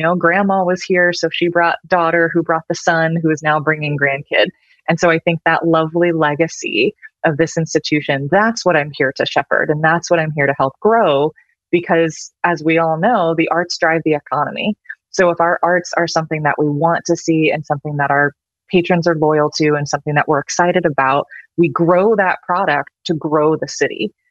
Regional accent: Indiana, United States; born or raised there; moved away as an adult

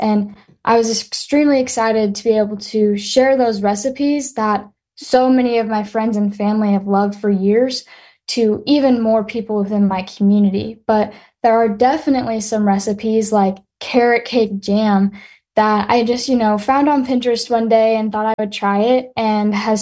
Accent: Illinois, United States; I am from Monroe County in Illinois, which is just about 40 minutes away from St. Louis. And it's pretty much a very rural community that also has that urban side since we are so close to the city.

